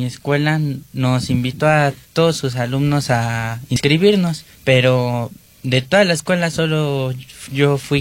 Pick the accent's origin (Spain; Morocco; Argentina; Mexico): Mexico; Tezontepec de Aldama, Hidalgo; soy originario de Tezontepec de Aldama, alumno de la Escuela General Niños Héroes de Chapultepec, ubicada en la Colonia Centro.